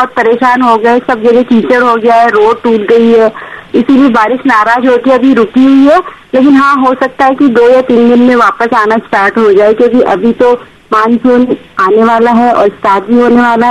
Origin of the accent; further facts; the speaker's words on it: Jaipur, Rajasthan, India; मेरा शहर गुलाबी नगरी के नाम से बहुत ज्यादा फेमस है और बहुत खूबसूरत है और सब लोग यहाँ पे घूमने के लिए आते हैं